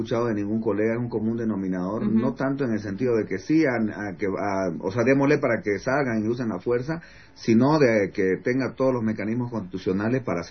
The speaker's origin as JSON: {"language": "Spanish", "country": "Bolivia", "said": "como bolivianos, como ciudadanos que estamos actualmente acá viviendo lo que está pasando en la ciudad de La Paz"}